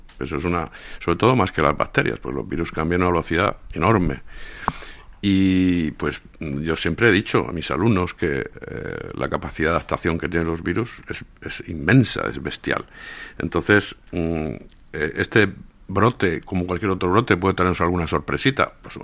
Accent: Orihuela, Valencian Community, Spain; sabes que soy de Orihuela.

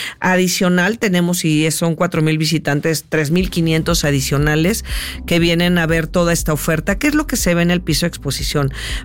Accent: Mexico; somos los mexicanos

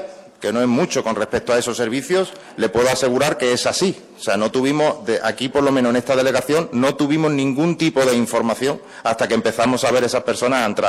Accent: Ceuta, Spain; aparte de representante del gobierno en Ceuta, soy ceutí y soy perfectamente consciente de esa inquietud

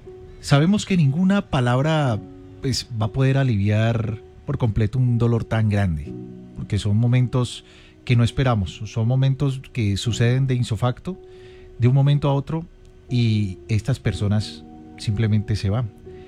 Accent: Cali, Valle del Cauca, Colombia; somos los guerreros de Dios en esta ciudad y en el Valle del Cauca

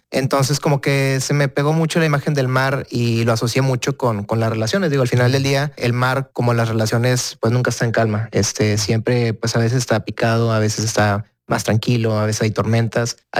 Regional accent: Guadalupe, Nuevo León, Mexico; Del municipio de Guadalupe. Criado, nacido ahí.

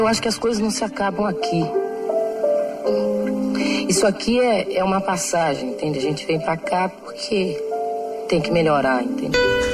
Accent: Porto Alegre, Rio Grande do Sul, Brazil; born there; Eu nasci em Porto Alegre, em 1945, no dia 17 de março.

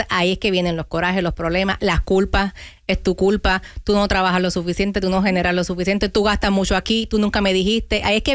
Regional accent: Puerto Rico; Ya que soy boricua, vamos a hablar de la isla, porque es un lugar pequeño

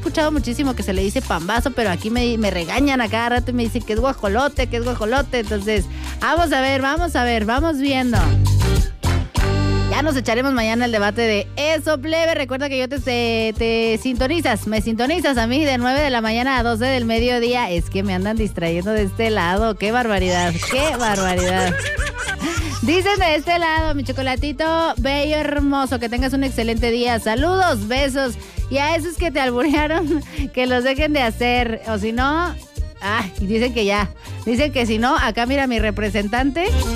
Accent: San Juan del Río, Querétaro, Mexico; Soy queretana. Soy de San … Soy de San Juan del Río, plebes. De allá vengo. De allá es su morenaza

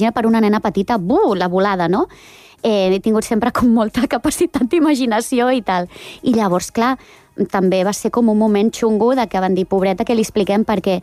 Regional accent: Badalona, Catalonia, Spain; Soc del centre de Badalona, sí.

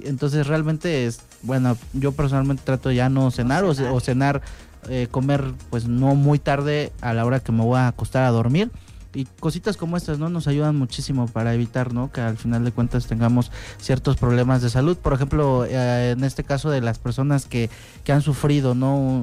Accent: Mexico; como buenos mexicanos, pues todo dejamos al último

